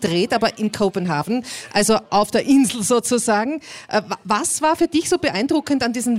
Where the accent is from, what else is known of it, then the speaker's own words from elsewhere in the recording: Austria; wir haben in Österreich so viele schöne Plätzchen